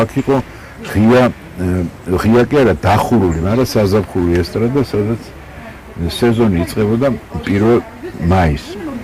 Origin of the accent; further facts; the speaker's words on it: Tbilisi, Georgia; აი უკან არის ჩემი სახლი. პირდაპირ ამ ბაღში დგას, ეს გოფილეფტის ბაღია. აქ და გავიზარდე, აქ დაიბადე, აქ ერთელი ბავშვობა გავატარე, ეს ფაქტურა ჩემი ეზო იყო.